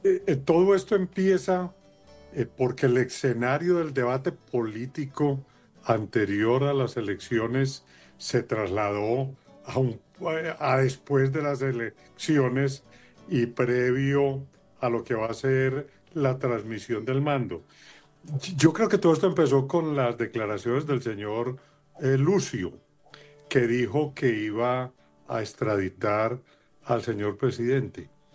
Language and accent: Spanish; Colombia; somos los colombianos